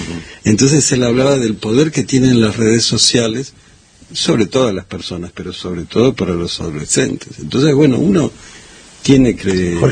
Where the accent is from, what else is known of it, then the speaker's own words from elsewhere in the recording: Argentina; Entonces como cuando yo escuché, yo soy re argentino y digo, bueno, este país ha recibido históricamente